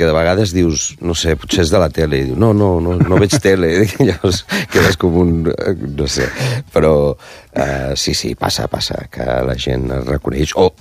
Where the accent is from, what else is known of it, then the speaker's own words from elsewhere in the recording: Alcoy, Valencian Community, Spain; unes titelles que es fan al meu poble, al Coi, al Nadal